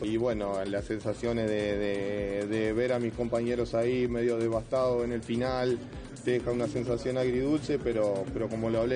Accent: Uruguay; porque somos uruguayos y ellos saben cómo afrontar esta situación.

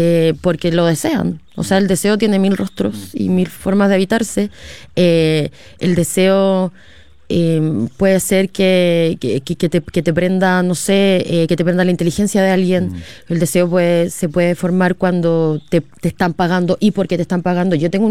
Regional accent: Calbuco, Los Lagos, Chile; moved away; vengo llegando de Calbuco, estamos preparando una película de del primer libro, y para eso hay que volver atrás. y era necesario que en este caso la directora y el guionista conocieran a mi familia y mi contexto de chica

